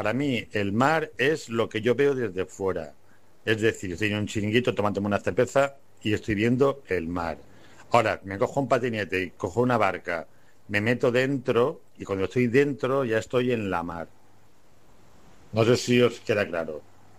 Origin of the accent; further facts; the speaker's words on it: Mediterranean, Spain; born there; ¿Y qué le voy a hacer si yo nací en el Mediterráneo y con mucho orgullo?